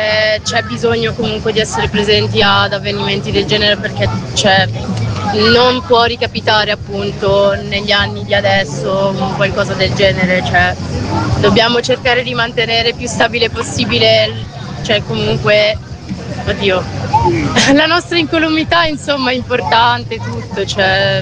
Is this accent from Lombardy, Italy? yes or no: no; Modena, Emilia-Romagna, Italy; Modena anch'io.